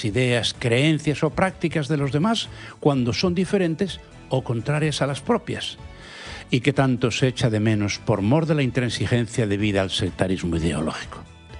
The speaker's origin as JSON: {"language": "Spanish", "town": "Santiago de Compostela", "region": "Galicia", "country": "Spain", "tie": "born or raised there", "said": "Hace algunos años surgió en un hospital de mi tierra, más exactamente de mi pueblo, de Santiago de Compostela"}